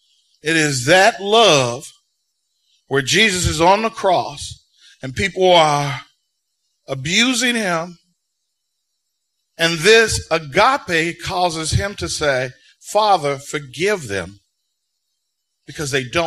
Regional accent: Chicago, Illinois, United States; I grew up in South Side of Chicago, all around black people

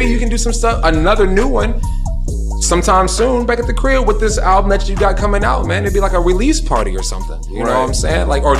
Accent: Dallas, Texas, United States; accent: Southern; now in Midwest, United States; I'm from Dallas. You know, I still got some Southern in me, and I live in the Midwest.

